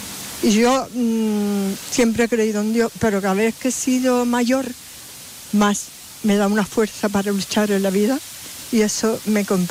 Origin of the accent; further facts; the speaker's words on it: Medina, Spain; born there; mi patrona de mi pueblo, de Medina.